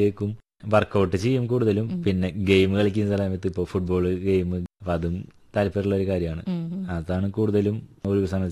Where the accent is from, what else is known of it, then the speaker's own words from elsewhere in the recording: Edakkulam, Kerala, India; തൃശ്ശൂര് അവണൂര് ഗ്രാമപഞ്ചായത്തിൽ എടക്കുളം എന്ന് പറഞ്ഞ സ്ഥലത്താണ്. എടക്കുളത്താണ് എന്റെ വീട്. ഞാൻ അവിടെ ജനിച്ചത് അവിടെയാണ്, വളർന്നത് അവിടെയാണ്, ഇപ്പോഴും താമസിക്കുന്നത് അവിടെ തന്നെയാണ്.